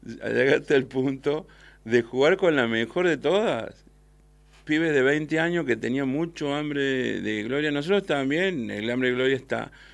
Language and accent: Spanish; Argentina; porque es que somos argentinos todos.